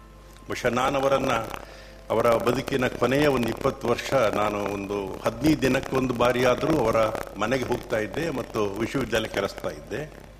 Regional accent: Puttur, Karnataka, India; ನಾನು ಹುಟ್ಟಿದ್ದು ಪುತ್ತೂರಿನ ಬಳಿಯ ಪುಣಿಚ ಎನ್ನುವ ಗ್ರಾಮದಲ್ಲಿ.

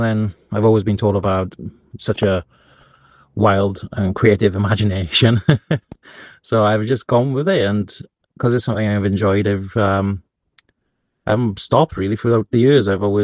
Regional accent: Aberdeen, Wales, United Kingdom; I am an author from Aberdeen, South Wales.

